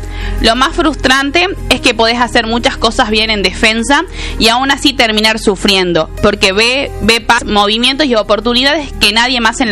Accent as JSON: {"language": "Spanish", "country": "Argentina", "said": "nosotros lo reconocemos siendo hinchas argentinos"}